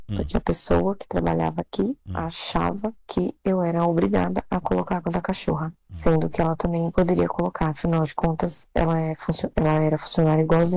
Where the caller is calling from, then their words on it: São Paulo, Brazil; tô falando do Rio Pequeno.